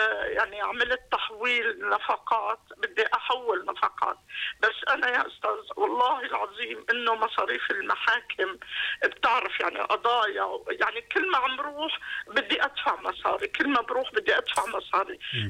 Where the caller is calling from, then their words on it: Irbid, Irbid Governorate, Jordan; أنا سكنت بأربد